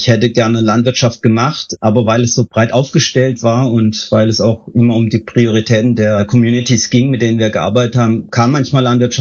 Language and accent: German; Baden-Württemberg, Germany; dass ich ursprünglich auf einem Bauernhof aufgewachsen bin in Südbaden in der Nähe vom schönen Kaiserstuhl